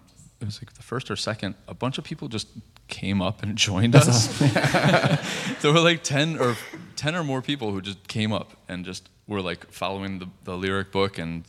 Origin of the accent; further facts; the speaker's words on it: Syracuse, New York, United States; also born or lived in Ithaca; now in Rochester, United States; I moved here. I was in Ithaca, and before that, New York, and I grew up in Syracuse.